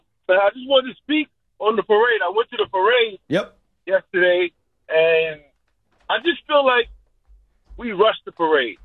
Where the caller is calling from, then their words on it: New York, United States; us New Yorkers